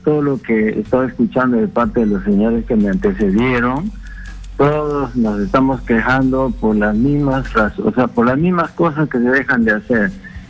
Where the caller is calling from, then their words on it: Trujillo, La Libertad, Peru; yo le estoy llamando de Trujillo